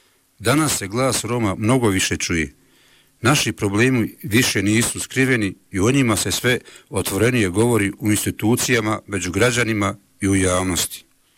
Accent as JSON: {"language": "Bosnian", "town": "Donja Orahovica", "region": "Federation of Bosnia and Herzegovina", "country": "Bosnia & Herzegovina", "said": "dolazim iz Donje Orhovice"}